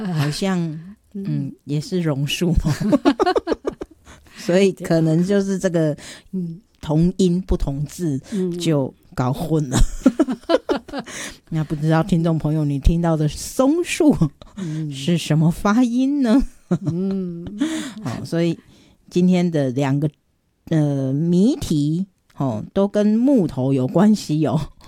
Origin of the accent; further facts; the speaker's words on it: Kaohsiung, Taiwan; 那个阿昏小时候就是我们的家乡哦，高雄、